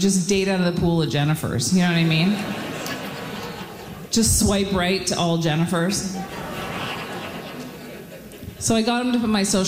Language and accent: English; Ottawa, Ontario, Canada; now in Quebec, Canada; I grew up in Ottawa. Yeah. Yeah. I now live in Quebec.